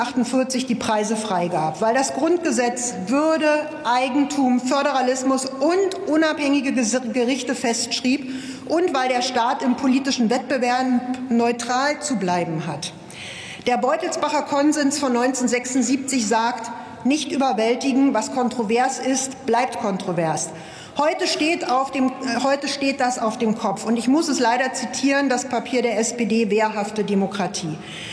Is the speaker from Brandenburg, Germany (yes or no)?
yes; Potsdam, Brandenburg, Germany; born there; moved away as an adult; also born or lived in Munich; Ich bin in Potsdam geboren.